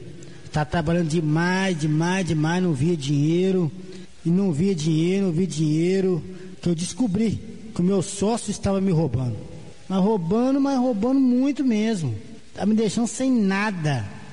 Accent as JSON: {"language": "Portuguese", "town": "Espera Feliz", "region": "Minas Gerais", "country": "Brazil", "said": "Eu sou de Espera Feliz."}